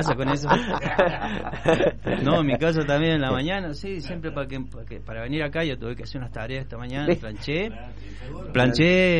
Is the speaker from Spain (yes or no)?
no; La Rioja, Argentina